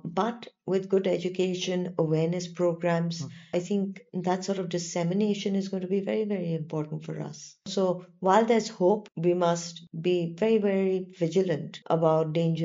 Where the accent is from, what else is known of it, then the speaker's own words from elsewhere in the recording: Surat, Gujarat, India; now in Northeast India; I'm Gujarati. You know, I've had a lot of people tell you, oh, your food is all meetha. You know, it is completely untrue. No, I'm from the Surat side.